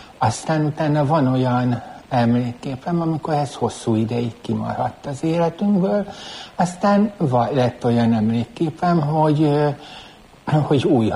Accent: Szigethalom, Pest, Hungary; Nagy községbe születtem, ma már város, Szigethalmon nőttem föl.

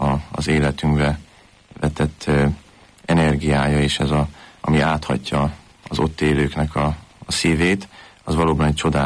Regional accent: Máriapócs, Szabolcs-Szatmár-Bereg, Hungary; Mint már említette, én Mária Púcson nőttem föl.

